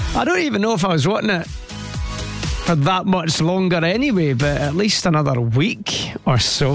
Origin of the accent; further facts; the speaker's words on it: Scotland, United Kingdom